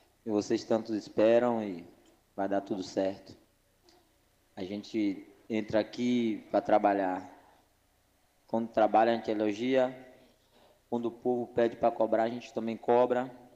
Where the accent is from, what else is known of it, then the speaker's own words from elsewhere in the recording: Conceição do Jacuípe, Bahia, Brazil; Eu sou de Birimbau. Sou de Conceição do Jacuípe, sou vereador aqui